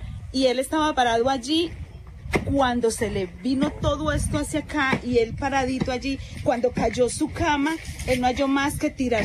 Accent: Riosucio, Caldas, Colombia; born there; now in Pereira, Colombia; hasta mi pueblo de Bonapón, Río Sucio

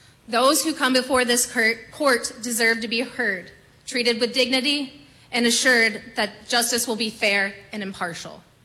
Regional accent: Berrien County, Michigan, United States; I'm from Berrien, for Berrien. I'm a lifelong resident of Berrien County, and I grew up in the exact same neighborhoods that our court serves.

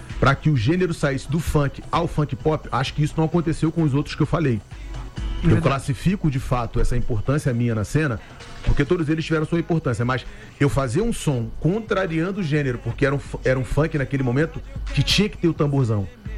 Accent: Rio de Janeiro, Brazil; Eu sou da Vila do Pinheiro, eu morei até 27 anos dentro do Complexo da Maré, que é a Vila do João, Vila do Pinheiro, Conjunto de Esperança. Eu nasci na Nova Holanda, eu saí da Nova Holanda com 6 para 7 anos

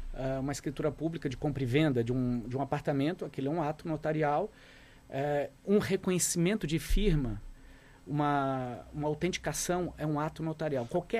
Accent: Florianópolis, Santa Catarina, Brazil; born there; moved away as an adult; also born or lived in Brasília; now in Joinville, Brazil; eu sou nascido em Florianópolis

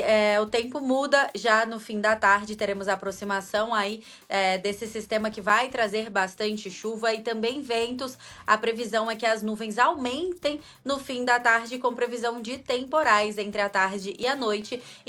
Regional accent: Espírito Santo, Brazil; Sou natural do Espírito Santo.

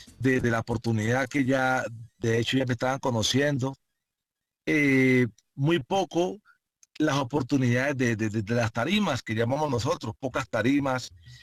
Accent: Buenaventura, Valle del Cauca, Colombia; moved away as an adult; also born or lived in Cali; now in Bogotá, Colombia; arranco en Cali, aprendo el arte, me voy a mi tierra, Buenaventura, y vuelvo a acá, a la ciudad de Bogotá

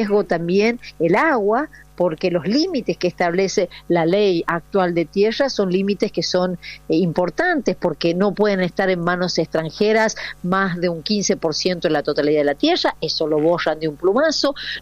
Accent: La Rioja, Argentina; yo soy de La Rioja, estoy acá, bueno, voy al Congreso

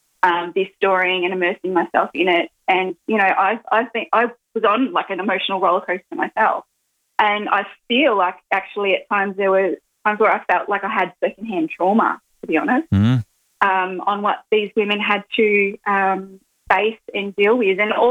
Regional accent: Victoria, Australia; I grew up with my mum and my mother's mob. So I'm, you know, don't hold it against me. I grew up in Victoria.

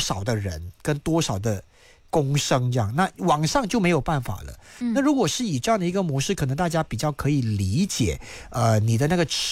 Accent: Malaysia; 因为我们都是马来西亚人嘛。

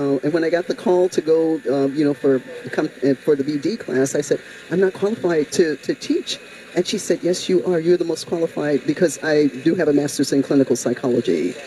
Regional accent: Alabama, United States; moved away as an adult; also born or lived in Elgin, Illinois / McHenry County, Illinois; Well, I grew up in Alabama.

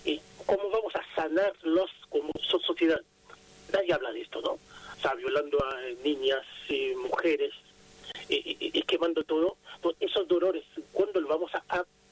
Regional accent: Haiti; now in Rosario, Argentina; siempre aclaro que soy haitiano, pero rosarino, porque acá en Rosario, ¿no?, es mi casa, tengo mi gent

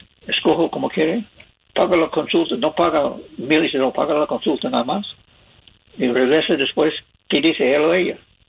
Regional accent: Michigan, United States; Spanish is a second language; now in California, United States; yo nací aquí en California, pero fui criado en el estado de Michigan.

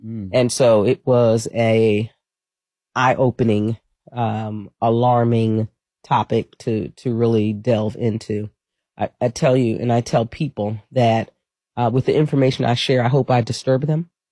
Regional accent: New York City, New York, United States; moved away as an adult; now in Philadelphia, United States; I'm a New Yorker. Mm-hmm. Been here for 32 years, but I'm still a New Yorker. Grew up in Queens, New York, and family of law enforcement folks.

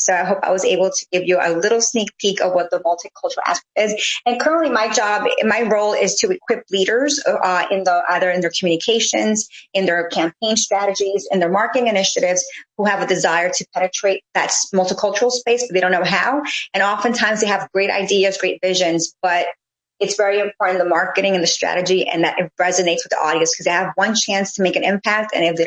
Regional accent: New York City, New York, United States; also born or lived in Florida; I'm originally from New York City. I went to college in Florida. Post-college, I moved back to New York

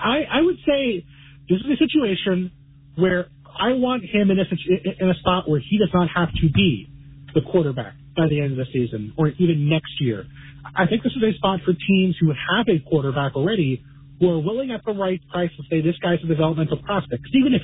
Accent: New York City, New York, United States; Growing up in New York City, you don't have a lot of access to golf courses in Queens.

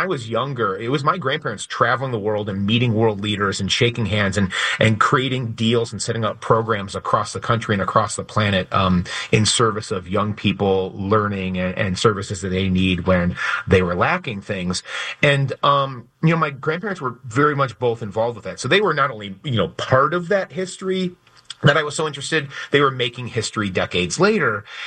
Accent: Canton, Michigan, United States; I grew up in Plymouth Canton and went to Plymouth Canton schools before I became a teacher in Northfield, Michigan.

